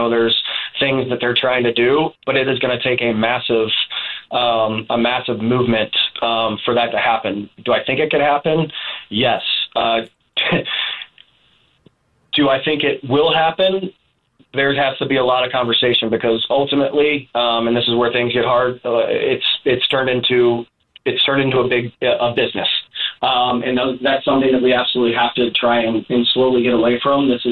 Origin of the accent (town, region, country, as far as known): United States